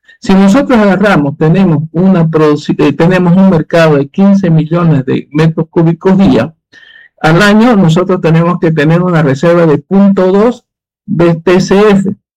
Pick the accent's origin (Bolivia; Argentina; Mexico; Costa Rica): Bolivia; A mí lo más interesante es que nosotros, como boliviano, tenemos que tener en cuenta lo siguiente.